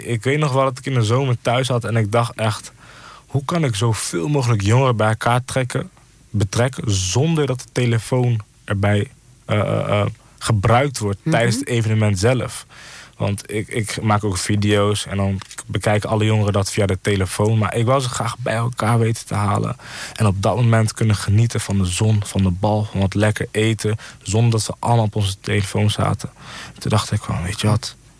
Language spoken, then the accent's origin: Dutch; Apeldoorn, Gelderland, Netherlands; also born or lived in Zwolle; 23 jaar oud. Geboren in het Isale ziekenhuis in Zwolle, maar echt opgegroeid hier in Apeldoorn.